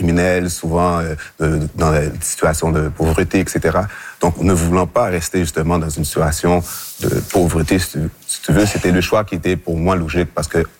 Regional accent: Montreal, Quebec, Canada; moi, comme tout jeune qui vit dans les quartiers stigmatisés comme Montréal-Nord, Rivière-des-Prairies, j'ai grandi à Rivière-des-Prairies

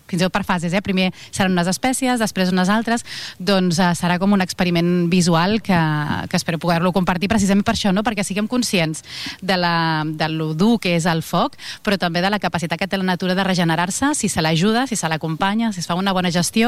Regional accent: Rupià, Catalonia, Spain; al meu poble, a Rupià

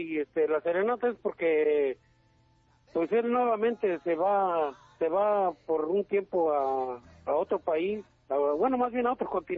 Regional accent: Nezahualcóyotl, State of Mexico, Mexico; now in United States; Yo soy originario, nacido en la Ciudad de México, pero criado un tiempecillo en Zagualcoyo, y ya después pues vagando por todo, ahora sí que por muchas partes de México, y hasta ahora estos 26 años de mi vida que he dejado por acá

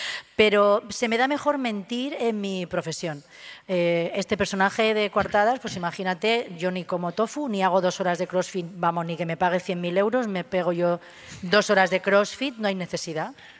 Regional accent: Catalonia, Spain; Porque venimos dels pastissos catalans

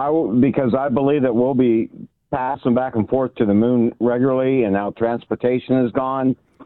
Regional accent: California, United States; I have lived all my life in what is called the gold country, the mother lode. I'm right 5 miles from Coloma where gold was discovered.

